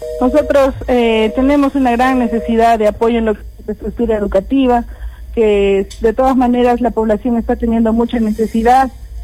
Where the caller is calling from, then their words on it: Cerro Colorado, Arequipa, Peru; Yo soy una vecina de Cerro Colorado